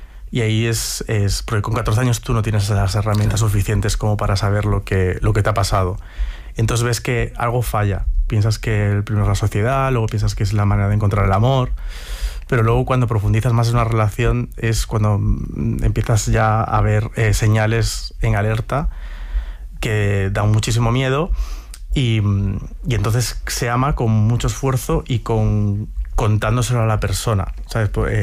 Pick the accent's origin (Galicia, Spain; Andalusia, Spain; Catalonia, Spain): Galicia, Spain; Ourense; Entonces, a mí me daba miedo Urense. Me daba miedo esa vuelta a mi ciudad natal.